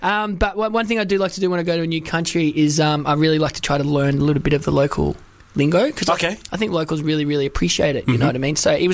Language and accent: English; United Kingdom; born there; I was born in Britain